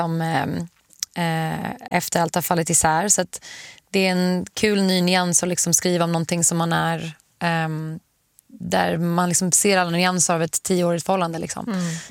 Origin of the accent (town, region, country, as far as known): Sweden; now in Los Angeles, United States